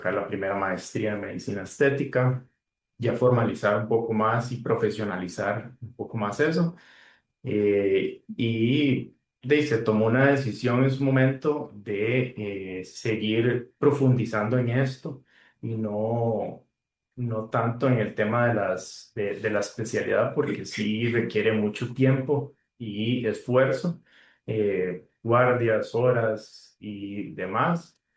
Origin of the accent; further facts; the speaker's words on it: Ciudad Neily, Puntarenas, Costa Rica; also born or lived in Pérez Zeledón; now in Santa Ana, Costa Rica; soy padre de familia, esposo, oriundo de Ciudad Neily, poco largo del centro del país. Y tengo ya 7 años en el ámbito de medicina estética. Vivo en Santa Ana.